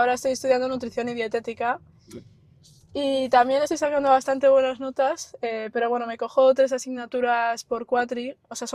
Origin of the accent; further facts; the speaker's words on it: León, Castile and León, Spain; y estudié toda la vida aquí en León en Pastorinas.